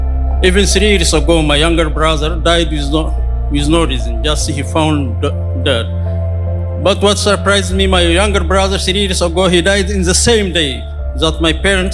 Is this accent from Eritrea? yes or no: yes; Eritrea; now in Netherlands